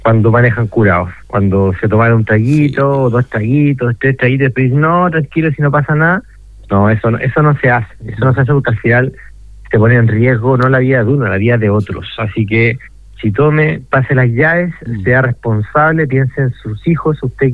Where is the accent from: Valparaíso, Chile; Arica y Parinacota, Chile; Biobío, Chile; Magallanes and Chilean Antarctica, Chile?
Valparaíso, Chile; Tiene que ganar Valparaíso, tiene que ganar a Madrid, pues, sí. Somos aquí, somos latinoamericanos, somos porteños.